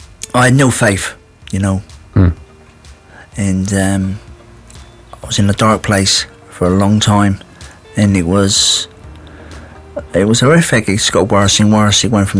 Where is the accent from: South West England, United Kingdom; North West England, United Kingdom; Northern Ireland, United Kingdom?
South West England, United Kingdom; Plymouth; Well, I was born in Freedom Fields Hospital.